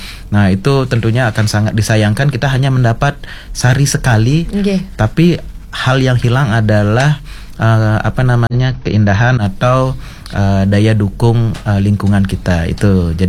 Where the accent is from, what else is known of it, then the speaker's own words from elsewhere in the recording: Gianyar, Bali, Indonesia; moved away; desa asal saya juga menjadi Gianyar, walaupun saya tidak tinggal di sana ya, jarang-jarang ke sana